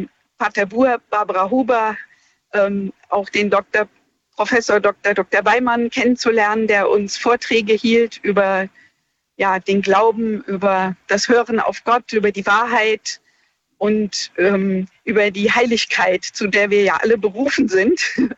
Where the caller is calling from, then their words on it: Rüdesheim am Rhein, Hesse, Germany; ich komme aus Rüdesheim am Rhein